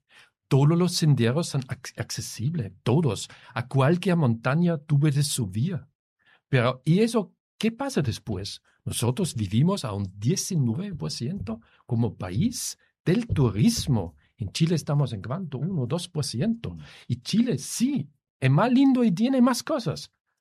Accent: Austria; Spanish is a second language; Mira, si tú vas, por ejemplo, en mi país, en Austria, ¿eh?

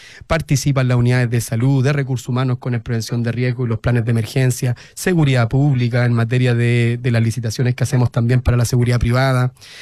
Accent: Los Andes, Valparaíso, Chile; Soy andino, para algunos que me conocen.

